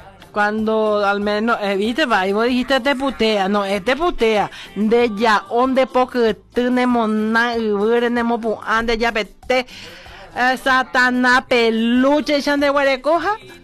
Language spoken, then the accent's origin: Spanish; Paraguay; acordate que somos hora paraguaya, ese es otro defecto que tiene el paraguayo.